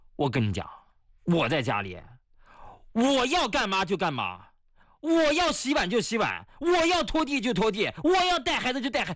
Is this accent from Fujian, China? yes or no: no; Shanxi, China; 我们山西老家